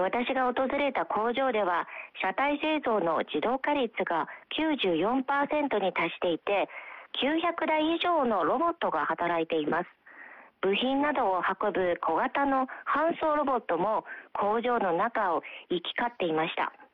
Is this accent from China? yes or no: yes; Anhui, China; Japanese is a second language; moved away; 私は安徽省の武功という町の出身です。